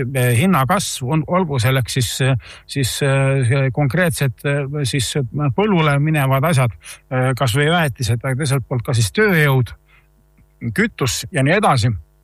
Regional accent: Naviküla, Võru County, Estonia; mina olen Naviküla inimene Võrumaalt. Ja Naviküla ja meie kant on väga suur selline köögivilja, kas on see kant.

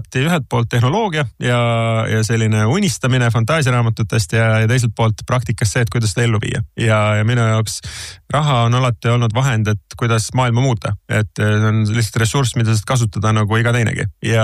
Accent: Kuressaare, Saare County, Estonia; ma kasvasin üles Saaremaal Kuressaares, kuni ma olin 7-aastane, käisin seal lasteaias, käisin seal esimese klassi koolis

